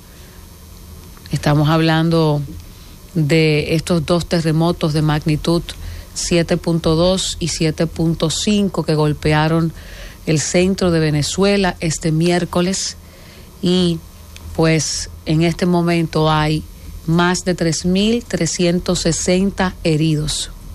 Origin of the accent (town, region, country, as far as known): Dominican Republic